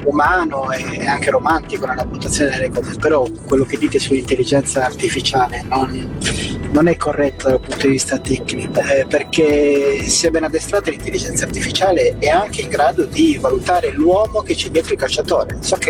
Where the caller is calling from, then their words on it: Sardinia, Italy; dalla Sardegna.